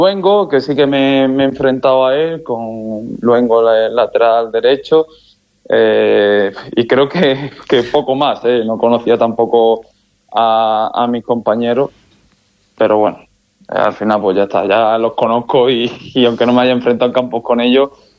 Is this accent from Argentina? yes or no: no; Huelva, Andalusia, Spain; also born or lived in Galicia / Burgos / Madrid; de donde yo vengo, de Huelva, por el tema de tiempo, de playa, pero he estado en Galicia, he estado en Burgos, he estado también viviendo en Madrid